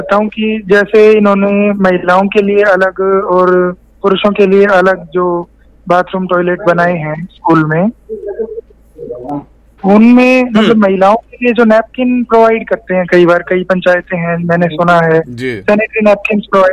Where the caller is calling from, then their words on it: Bhiwani district, Haryana, India; मैं मंडोली कला भिवानी डिस्ट्रिक्ट से बोल रहा हूँ सर।